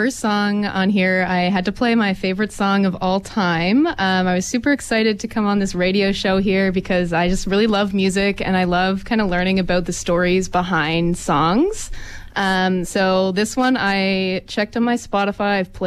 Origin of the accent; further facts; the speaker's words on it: Halifax, Nova Scotia, Canada; I'm from Halifax, Nova Scotia. Grew up here. I moved away for school for a little bit, but my whole family's here, so I'm back.